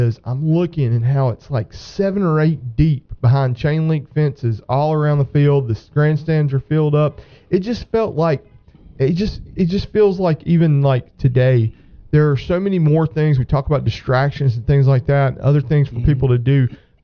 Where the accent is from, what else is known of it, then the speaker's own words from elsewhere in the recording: Brookhaven, Mississippi, United States; I grew up out in Nola Road